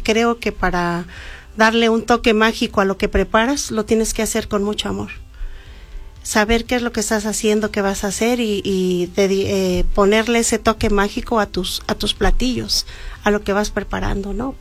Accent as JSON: {"language": "Spanish", "town": "Actopan", "region": "Hidalgo", "country": "Mexico", "said": "Yo soy de Actopan."}